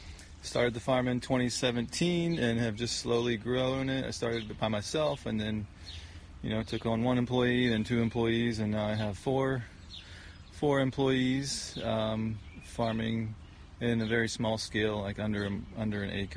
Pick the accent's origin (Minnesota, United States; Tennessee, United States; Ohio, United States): Ohio, United States; moved away as an adult; I grew up in Ohio. I grew up helping my grandfather farm in Ohio and kind of a broad acre grain crops, and then moved here 10 years ago with my wife